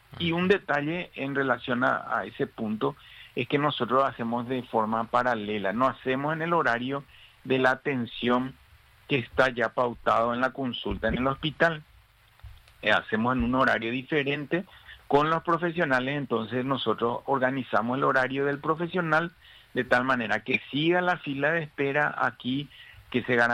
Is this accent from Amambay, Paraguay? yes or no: no; San Lorenzo, Central, Paraguay; Yo soy de San Lorenzo, imagínense, nada más a 10 a 14 kilómetros